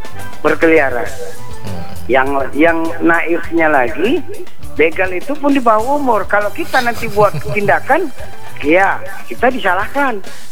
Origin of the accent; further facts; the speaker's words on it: Medan, North Sumatra, Indonesia; Ya saya orang warga Medan nih, asli lahir di Medan. Nah, bukan perantau.